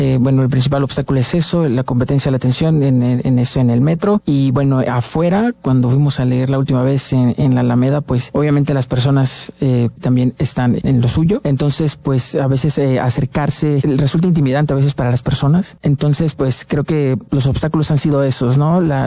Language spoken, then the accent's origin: Spanish; Guerrero, Mexico; now in Mexico City, Mexico; provengo de Guerrero